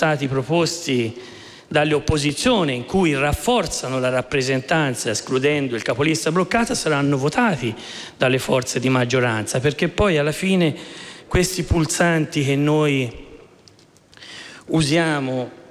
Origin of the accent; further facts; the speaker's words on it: Tuscany, Italy; accent: Tuscan; il mio accento indica la mia provenienza e la rivendico con orgoglio